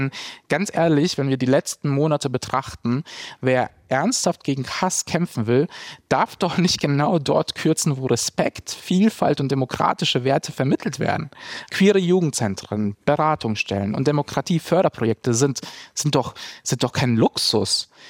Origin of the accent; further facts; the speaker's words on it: Ingolstadt, Bavaria, Germany; moved away as an adult; now in Berlin, Germany; Ich bin ja vor 17 Jahren nach Berlin gekommen und diese Gedanken gab es früher deutlich seltener. Ich bin aus Bayern hierher gekommen, aus Ingolstadt, und ich habe mich sehr frei gefühlt